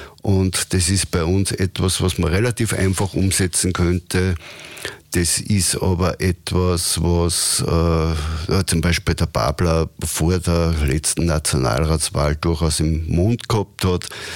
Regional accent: Linz, Upper Austria, Austria; als Linzer

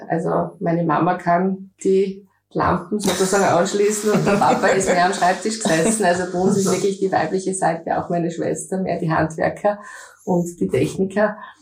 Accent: Fürstenfeld, Styria, Austria; Ich bin eine echte Fürstenfelderin. Durfte noch in Fürstenfeld im Krankenhaus geboren werden. Das heißt, gibt's heute nicht mehr die Geburtenstation, aber ich bin eine echte Fürstenfelderin.

